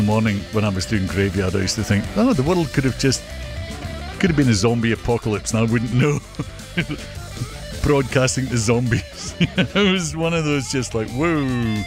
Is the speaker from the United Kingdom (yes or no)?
yes; Scotland, United Kingdom; now in Melbourne, Australia; I am Scottish.